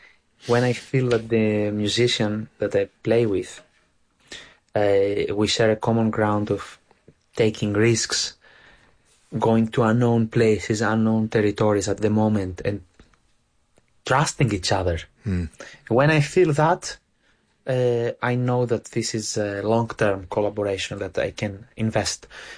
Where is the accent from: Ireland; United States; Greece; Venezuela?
Greece; moved away; And I come from the Greek background.